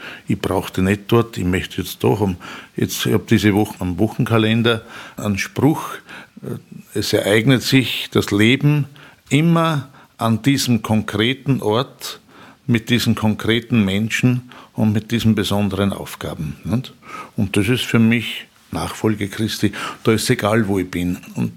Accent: Upper Austria, Austria; aber wenn ich in meine Heimat fahre, da fängt dann der Kobernausserwald an und so, da wird schon sehr hügelig und waldig.

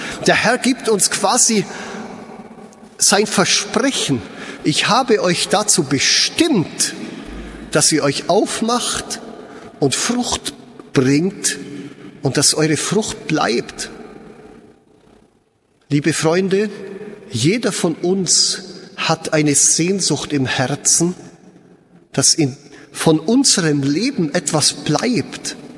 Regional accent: Bavaria, Germany; born there; eine Heilige aus dem Bayernland, ich bin ein gebürtiger Bayer, ein Zugereister quasi

